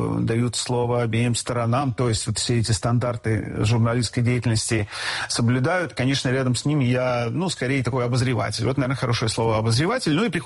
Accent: Odesa, Odesa Oblast, Ukraine; born there; Я родился в СССР.

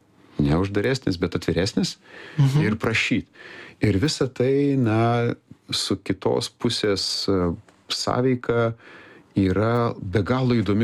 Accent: Vilnius, Vilnius County, Lithuania; aš esu iš Viršuliškių, kur kažkaip nuo vaikystės, norint praeiti pro bromą, reikėjo mokėti pastovėti už save, atsiliept.

